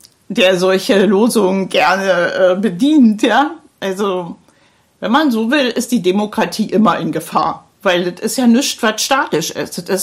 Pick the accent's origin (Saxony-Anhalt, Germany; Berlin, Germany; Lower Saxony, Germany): Berlin, Germany; wo ich so fasziniert bin als Berlinerin, weil in Berlin interessiert sich keiner für den anderen, der da nebenan wohnt.